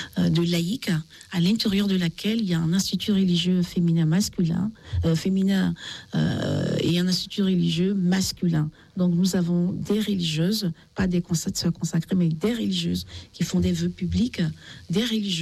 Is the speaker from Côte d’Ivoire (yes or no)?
yes; Côte d’Ivoire; also born or lived in Belgium; je suis aussi belge. Hein. Je viens à la fois de Côte d'Ivoire et de Belgique.